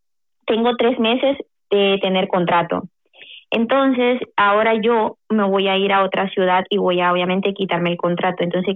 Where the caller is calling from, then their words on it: Irún, Basque Country, Spain; desde Irún.